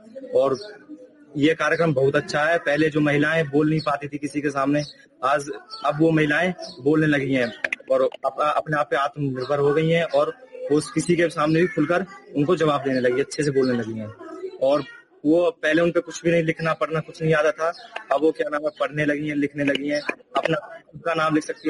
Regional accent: Mewat, India; हमारे इस पिछड़े इलाके मेवात में

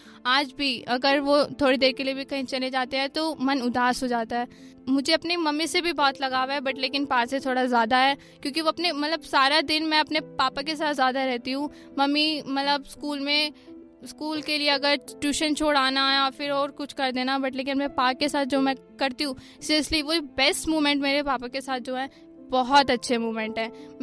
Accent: Delhi, India; शाहबाद गांव में रहने वाली, दिल्ली में, मेरा जन्म दिल्ली में हुआ।

